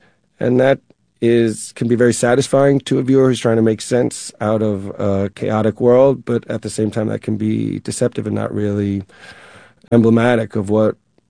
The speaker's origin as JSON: {"language": "English", "region": "New England", "country": "United States", "tie": "born or raised there", "said": "You know, I was raised in New England. I self-censor myself"}